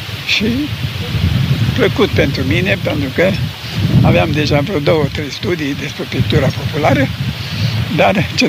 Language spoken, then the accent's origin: Romanian; Romania; born there; moved away as an adult; also born or lived in Cluj / Bucharest; now in Sibiu, Romania; când mergeau spre satul meu, Purcăreț.